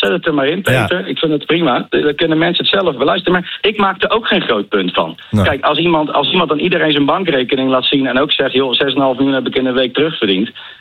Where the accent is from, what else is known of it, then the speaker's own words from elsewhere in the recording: Charlois, South Holland, Netherlands; Ik ben gewoon iemand uit Charloes. Ik heb gewoon een normale baan.